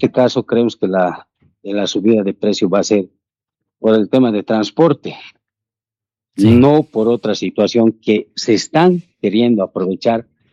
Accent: Cochabamba, Bolivia; Yo soy cochabambino y ahora mismo veo que el trufi, que es a gasolina, a gas, está queriendo doblar el precio de 3 a 6 a 5 bolivianos.

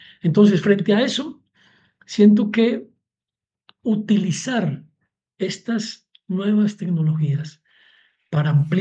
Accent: Colombia; now in Ecuador; yo hablo también por mi país de origen, Colombia

